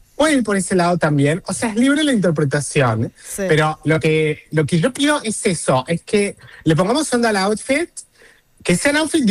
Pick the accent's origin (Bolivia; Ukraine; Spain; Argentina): Argentina; Córdoba; yo soy originaria, autóctona del País de Córdoba